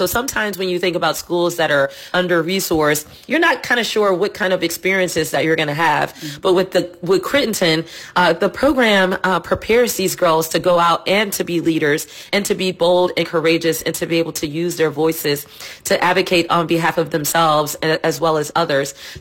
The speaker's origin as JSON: {"language": "English", "town": "New Orleans", "region": "Louisiana", "country": "United States", "tie": "born or raised there", "moved": "as an adult", "lives_now": "Washington, D.C. area, United States"}